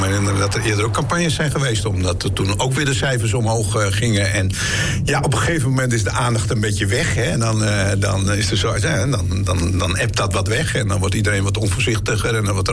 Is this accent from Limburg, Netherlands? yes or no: no; Groningen, Netherlands; Ik ben een geaarde Groninger, zeg ik eerlijk.